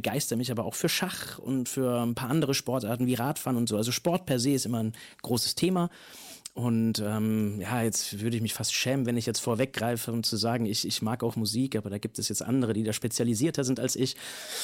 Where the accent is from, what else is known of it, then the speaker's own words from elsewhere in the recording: Würzburg, Bavaria, Germany; now in Wilhelmshaven, Germany; Ich komme aus Würzburg.